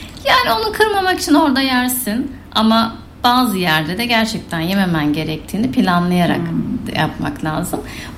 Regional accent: Central Anatolia, Turkey; ben de İç Anadolu bölgesindeyim.

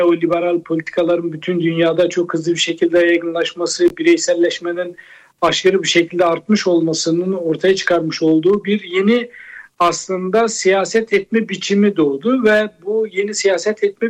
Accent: Şanlıurfa, Turkey; Ya ben Urfalıyım mesela. Urfa'da muhafazakar sağ seçmenin kimle ittifak ederse etsin Cumhuriyet Halk Partisi'ne oy vermesi çok kolay bir tercih olmaz.

